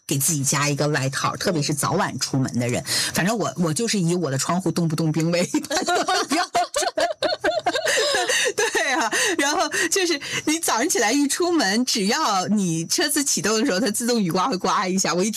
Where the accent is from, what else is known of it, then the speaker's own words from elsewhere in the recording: northern China, China; now in New Zealand; 像我的家乡是北方